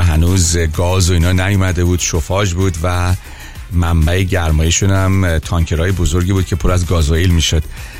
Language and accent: Persian; Iran; moved away